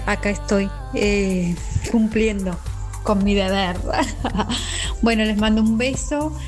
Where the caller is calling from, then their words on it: Artigas, Uruguay; soy de Artigas.